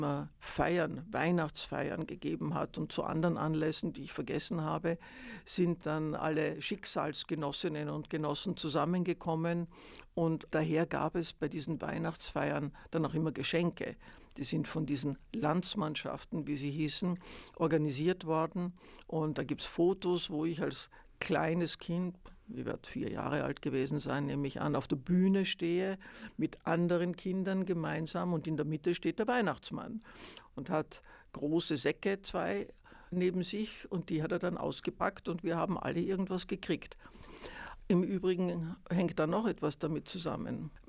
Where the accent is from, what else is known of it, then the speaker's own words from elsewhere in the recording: Vienna, Austria; Und so bin ich in Wien aufgewachsen. Und die Tatsache, dass wir eben keine gebürtigen Wiener waren